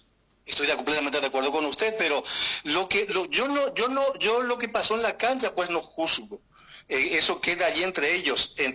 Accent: Paraguay; now in France

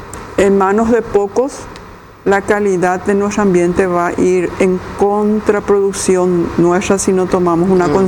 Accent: Paraguay; La deuda pendiente que tenemos como ciudadanos paraguayos.

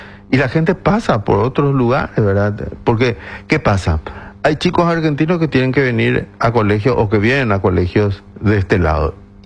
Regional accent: Paraguay; nosotros somos nomás luego paraguayos

